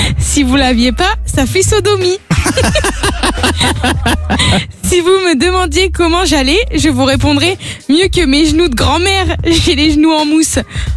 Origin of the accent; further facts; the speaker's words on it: Clermont-Ferrand, Auvergne-Rhône-Alpes, France; Sinon, je viens de Clermont-Ferrand, comme plein de gens connus, personne en fait.